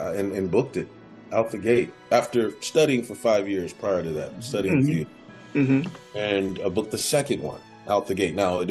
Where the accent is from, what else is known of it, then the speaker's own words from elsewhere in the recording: San Antonio, Texas, United States; now in California, United States; I grew up in San Antonio, Texas. Went to New Creation Christian Fellowship, and they prayed over me before I made the move to California.